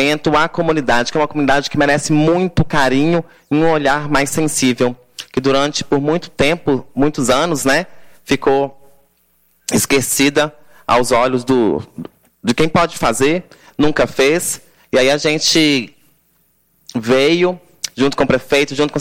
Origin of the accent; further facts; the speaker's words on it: Brazil; Mas eu sou nascido e criado em Silvestre há mais de 32 anos. Fiz 33, né? Então tem 32 anos que eu moro em Silvestre.